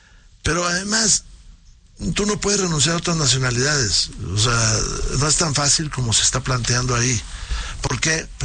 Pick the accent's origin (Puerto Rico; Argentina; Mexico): Mexico; yo soy mexicano, pero si tengo otra nacionalidad, entonces ya no soy igual que tú.